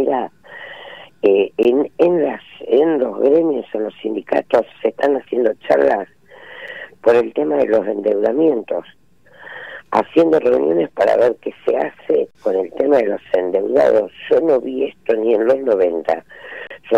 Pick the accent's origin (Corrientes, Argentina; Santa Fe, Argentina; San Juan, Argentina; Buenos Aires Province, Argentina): Santa Fe, Argentina; yo soy santafesina